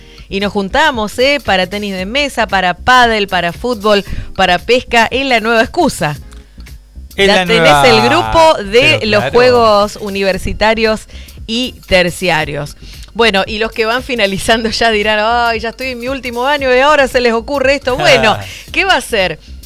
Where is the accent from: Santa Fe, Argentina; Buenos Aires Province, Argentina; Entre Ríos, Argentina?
Santa Fe, Argentina; Reconquista